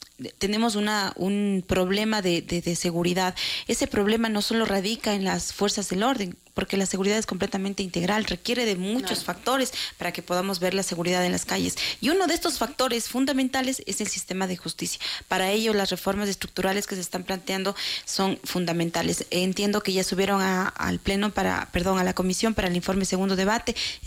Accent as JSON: {"language": "Spanish", "country": "Ecuador", "said": "nosotros como ecuatorianos"}